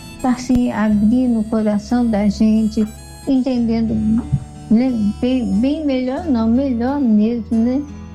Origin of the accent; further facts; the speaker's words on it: São José do Belmonte, Pernambuco, Brazil; Olha, eu sou de São José do Belmonte, perto de Serra Talhada, Pernambuco